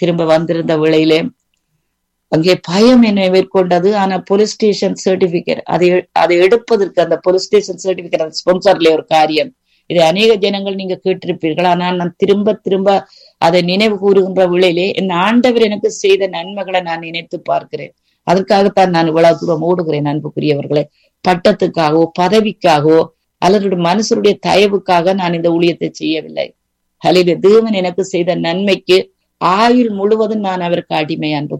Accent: Sri Lanka; moved away as an adult; இலங்கையிலே நான் வாழ்கின்ற வழியிலே ஒரு அருமையான குடும்பம், அருமையான வாழ்க்கை.

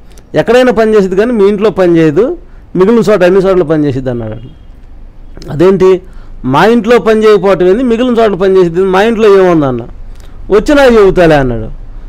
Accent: Nidubrolu, Andhra Pradesh, India; మా ఊరు శశానం ఉండే, నిడుబ్రోల శశానం

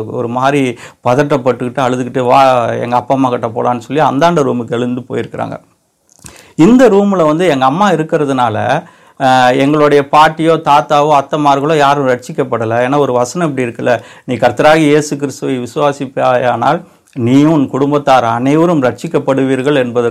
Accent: India; born there; நான் சத்தீஸ்கரில் நான் ஜார்கண்டில் நான் பிறந்தேன்.

